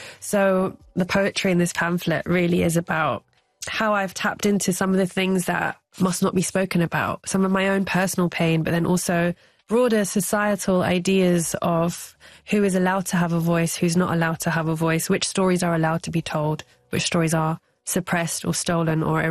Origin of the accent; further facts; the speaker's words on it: London, United Kingdom; Growing up in London as someone of Indian heritage, but completely British as well